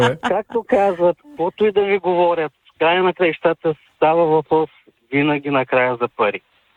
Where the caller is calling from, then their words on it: Varna, Varna Province, Bulgaria; Чисто съм от Варна.